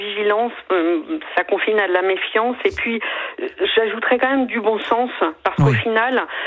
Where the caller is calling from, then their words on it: Brittany, France; Alors, je vous appelle de Bretagne.